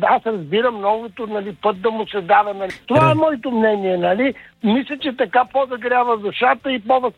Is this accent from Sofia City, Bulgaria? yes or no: yes; Sofia, Sofia City, Bulgaria; съм от София.